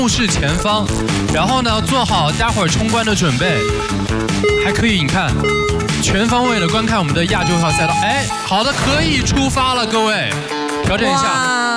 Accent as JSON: {"language": "Chinese", "town": "Huainan", "region": "Anhui", "country": "China", "said": "我的老乡，淮南老乡。"}